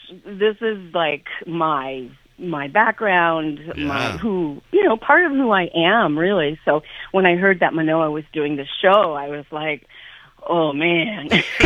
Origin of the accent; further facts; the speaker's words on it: Canada; I'm Canadian